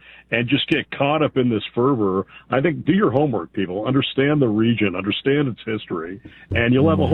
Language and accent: English; United States; Mark, I'm Armenian by heritage. I grew up here in America. I was born here